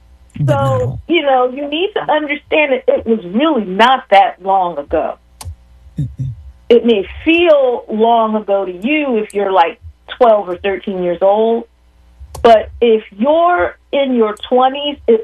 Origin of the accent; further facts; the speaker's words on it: United States; I'm 62 years old, mm-hmm. which means I, as an American